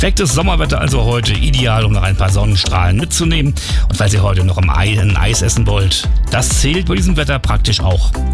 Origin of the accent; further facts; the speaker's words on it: Flensburg, Schleswig-Holstein, Germany; born there; Und ich komme auch gebürtig aus Flensburg.